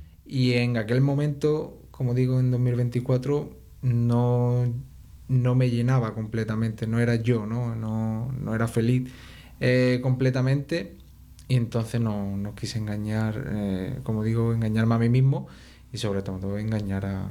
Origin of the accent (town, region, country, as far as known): San Fernando, Andalusia, Spain